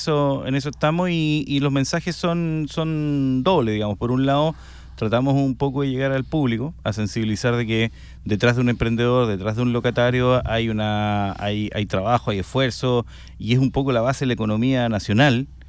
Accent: Chile

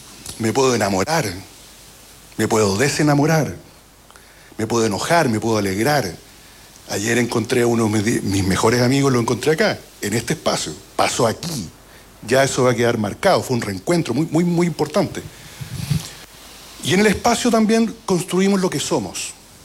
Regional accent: Santiago, Santiago Metropolitan Region, Chile; moved away; also born or lived in Curicó; Yo no soy de Curicó, soy santiaguino.

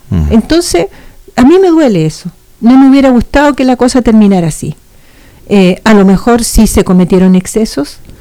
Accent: Chile; nosotros tenemos que buscar un punto de encuentro como chilenos.

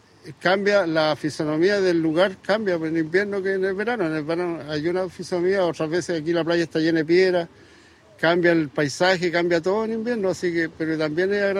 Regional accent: Pucatrihue, Los Lagos, Chile; Soy socio del Sindicato de Pescadores de Pucatrihue, de Hombres. Y también soy nacido y criado acá en la zona, así que reitero la invitación de Georgina para toda la gente de los alrededores, la comuna San Juan de la Costa en general

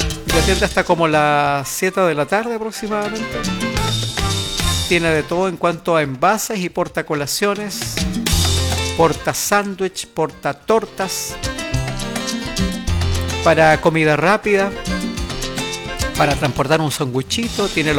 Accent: Chile; Nosotros, como buenos chilenos que tenemos tanto mar

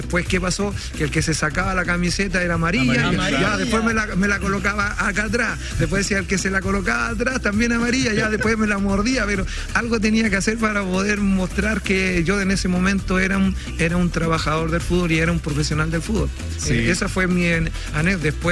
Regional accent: Chile

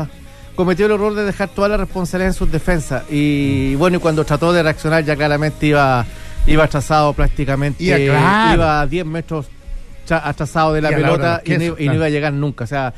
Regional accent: Chile; Nosotros somos los chilenos, nos caracterizamos mucho por tener como sociedad grandes cuotas de alegría

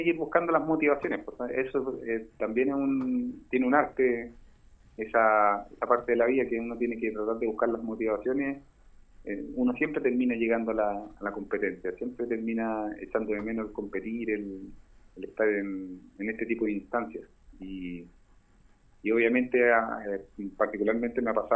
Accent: Linares, Maule, Chile; moved away as an adult; now in Curicó, Chile; volví a Linares por temas ahí personales, tuve que volver a mi tierra el segundo semestre, y después de eso, al siguiente año, se me da la posibilidad de venir a Curicó, y allí donde me radico

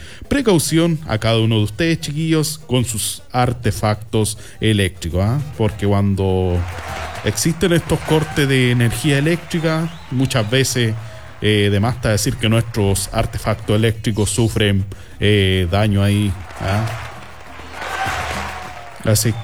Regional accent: Chile; como buen chileno siempre nos ponemos de pies.

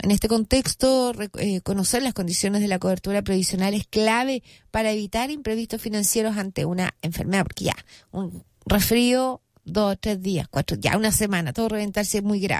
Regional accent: Chile; Los chilenos somos re buenos para cambiar la letra a las canciones así.

